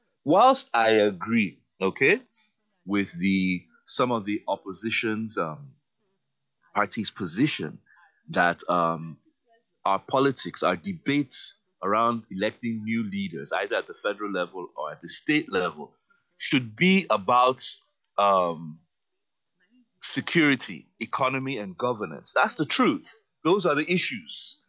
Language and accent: English; Eastern Nigeria, Nigeria; I'm from the East, right?